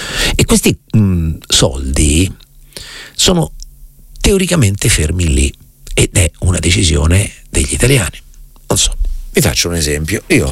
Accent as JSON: {"language": "Italian", "town": "Rome", "region": "Lazio", "country": "Italy", "said": "noi a Roma, che siamo dotati di quella immediatezza tipica"}